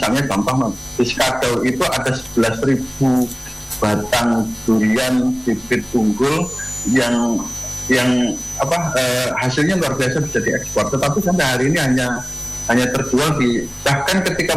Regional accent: Sintang, West Kalimantan, Indonesia; also born or lived in Banyuwangi; Saya asli dari Banyuwangi. Transmigrasi tahun 82 di Kabupaten Sintang, Kalimantan Barat.

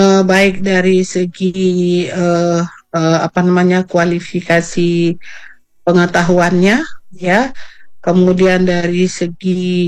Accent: Aceh, Indonesia; kalau kita lihat dalam konsepsi kita sebagai orang Aceh ya khususnya ya

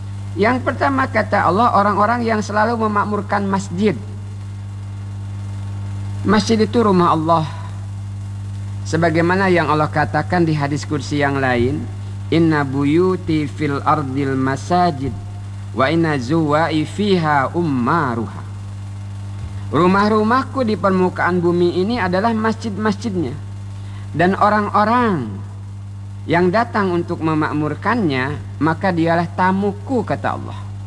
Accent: Bangka Belitung Islands, Indonesia; Kata kita orang Bangka, mane kenek, bukanku.

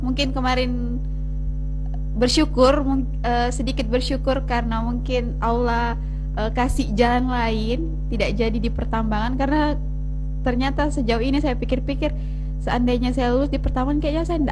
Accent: Jeneponto, South Sulawesi, Indonesia; Kalau kan saya ini dari Jepot ya, Kak, Jeneponto

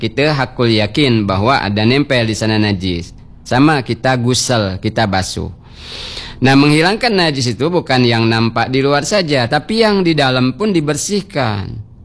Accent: Bangka Belitung Islands, Indonesia; membasuh bedarup, kata kita orang Bangka ya, lepitan-lepitannya

